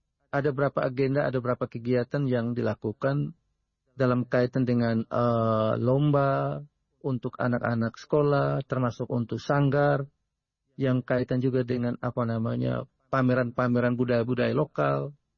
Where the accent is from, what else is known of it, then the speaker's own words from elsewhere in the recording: East Nusa Tenggara, Indonesia; Ini ciri khas untuk kami orang Nagekeo